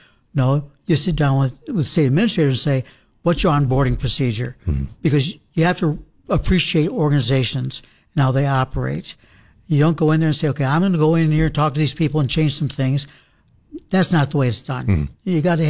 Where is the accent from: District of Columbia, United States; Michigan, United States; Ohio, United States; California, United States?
Michigan, United States; My wife grew up in Minnesota, and I grew up in Michigan.